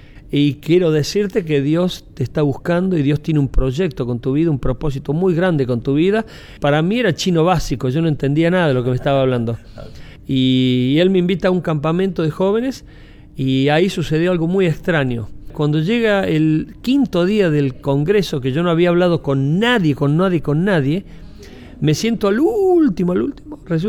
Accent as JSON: {"language": "Spanish", "country": "Argentina", "said": "De Argentina. Yo soy de Argentina."}